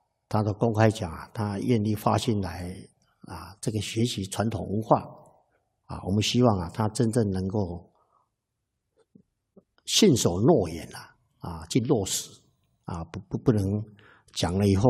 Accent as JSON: {"language": "Chinese", "country": "Taiwan", "said": "这个呢都是造成我们台湾人民的伤害我们真的是无辜的。"}